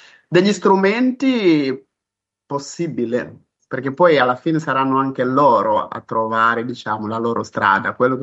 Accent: Beira, Sofala, Mozambique; also born or lived in Marromeo; E niente, sono nato a Marromeo, in Mozambico, in questo distretto, e poi sono cresciuto a Beira. Diciamo che è a Beira dove tutto ebbe inizio.

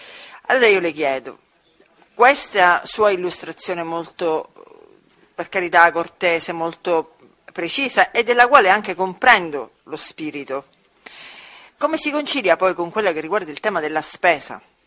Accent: Sicily, Italy; come lei forse capirà dalla mia voce, io sono siciliana

